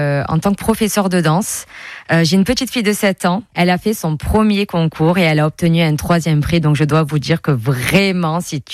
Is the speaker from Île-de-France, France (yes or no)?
no; Aix-en-Provence, Provence-Alpes-Côte d'Azur, France; born there; je suis née à Aix-en-Provence et à la maternité de l'Étoile à Puricard.